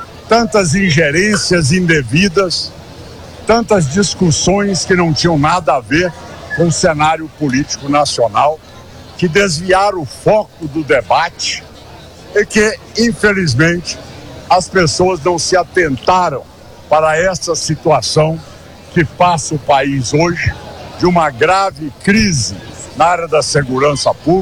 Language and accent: Portuguese; Goiás, Brazil; Nós hoje batemos no peito em qualquer lugar do Brasil e falam, nós somos goianos.